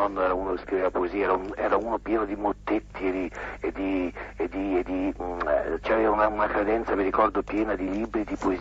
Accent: Ancona, Marche, Italy; born there; Io sono nato ad Ancona, però ho ascendenze toscane, fiorentine.

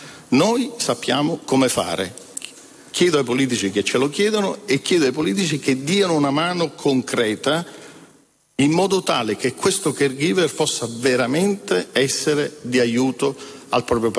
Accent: Udine, Friuli-Venezia Giulia, Italy; Io vengo da Udine, una città tutto sommato piccolina con dei mezzi pubblici

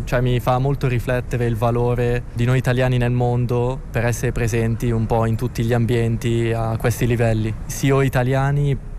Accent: Magenta, Lombardy, Italy; born there; Io sono nato in provincia di Milano, in una Magenta, la città si chiama, poi a 18 anni...

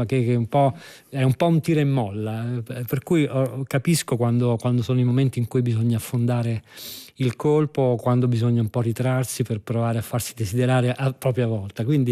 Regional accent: Naples, Campania, Italy

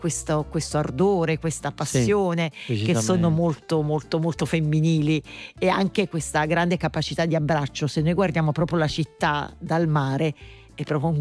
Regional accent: Naples, Campania, Italy; born there; also born or lived in Mantua; io sono nata a Napoli

